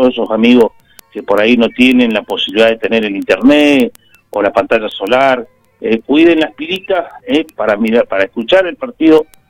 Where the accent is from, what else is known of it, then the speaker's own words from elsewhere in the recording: Argentina; para nosotros, como argentinos